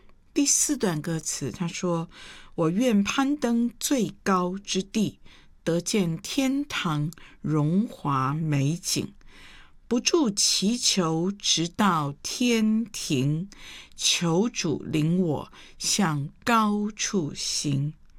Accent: Taipei, Taiwan; 我们就是台北的、台湾的

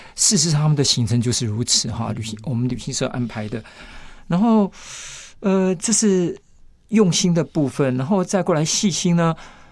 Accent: Taiwan; 但是呢这个酒呢还一样在他的这个酒呢是有情感的，是我们台湾人，

